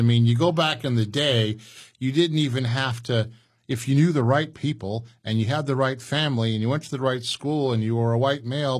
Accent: Chicago, Illinois, United States; I went to Indiana University undergraduate. I'm from the Chicago area.

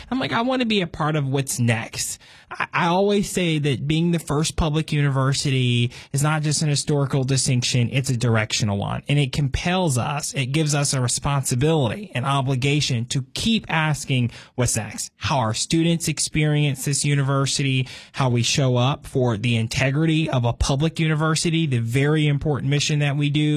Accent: Cincinnati, Ohio, United States; now in Fort Mill, United States; From Cincinnati, Ohio, but now live on the border of Charlotte in Fort Mill, South Carolina, studying public policy and public relations.

